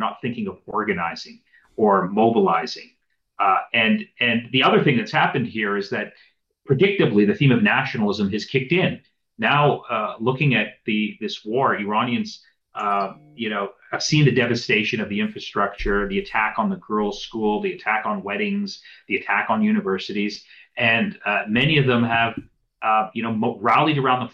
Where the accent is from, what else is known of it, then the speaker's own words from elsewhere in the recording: Canada; I'm Canadian, Ian, so we have, a lot of friends and family who go to Cuba.